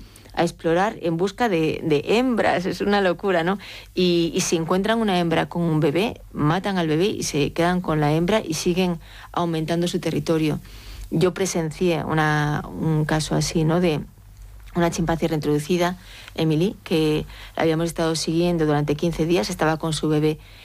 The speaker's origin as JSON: {"language": "Spanish", "region": "Galicia", "country": "Spain", "said": "yo soy gallega, ¿no? Los gallegos estamos en Galicia. Bueno, yo no estoy en Galicia ahora, pero tenemos un, no tengo mucho acento, pero yo antes tenía acento."}